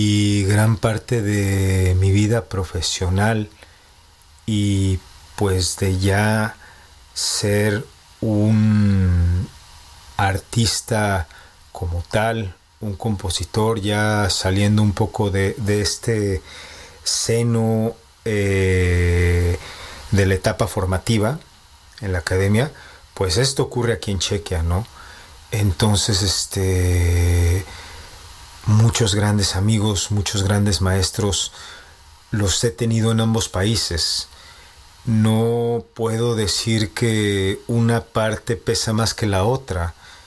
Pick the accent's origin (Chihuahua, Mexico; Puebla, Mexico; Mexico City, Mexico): Mexico City, Mexico; accent: Mexico City; also born or lived in Tamaulipas; now in Czech Republic; si me escuchas hablar, pues mi acento parece más de la Ciudad de México que de Tamaulipas, porque viví gran parte de mi vida ya prácticamente hasta que me mudé a la República Checa.